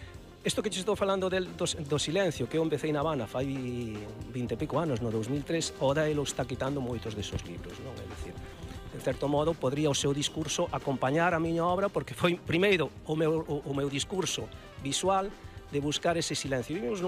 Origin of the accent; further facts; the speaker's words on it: Galicia, Spain; Eu considérome, eu vou decir como galego, que o galego somos moi prudentes e moi tal